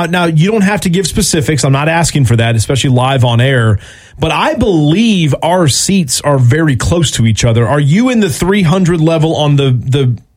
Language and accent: English; the South, United States; we both have that born and raised in the South mentality